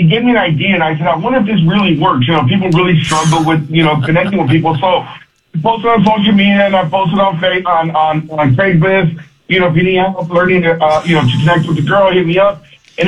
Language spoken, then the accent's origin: English; California, United States; Back in California when I came, you know, that's where I came from. I came from California years ago